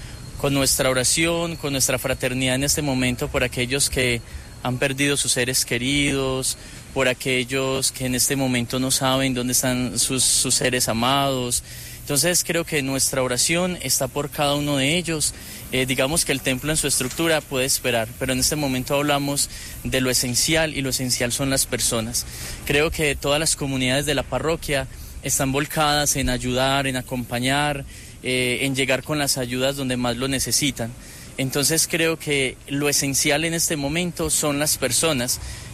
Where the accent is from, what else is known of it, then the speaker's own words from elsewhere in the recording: Antioquia, Colombia; now in Pereira, Colombia; No, yo soy de Antioquia.